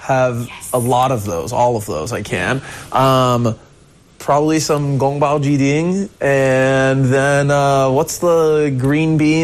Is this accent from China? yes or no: yes; China; And so growing up in China, just playing sports and...